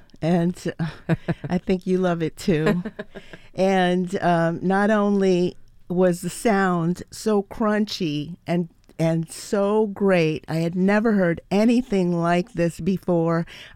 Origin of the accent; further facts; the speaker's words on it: New York City, New York, United States; also born or lived in Buenos Aires, Argentina; I was born in Buenos Aires, mm-hmm. and my family left and emigrated to New York City.